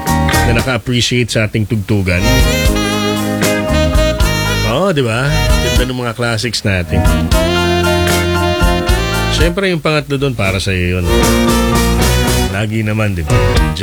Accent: Marikina, Metro Manila, Philippines; also born or lived in Mandaluyong; now in Quezon City, Philippines; Tapos, umuwi kami sa Quezon City. Tapos, lumaki ako sa Marikina. Na eventually naging city din. Katapos, bumalik ulit ako sa Quezon City.

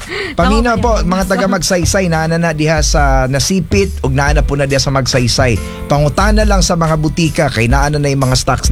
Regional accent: Manila, Metro Manila, Philippines; now in North Cotabato, Philippines; Mami Lucky, taga Manila talaga ako. Nakapangasawa lang ako ng taga North Cotabato.

